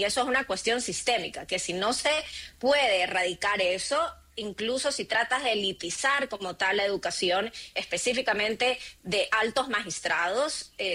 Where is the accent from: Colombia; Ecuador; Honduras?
Ecuador; tú como ecuatoriana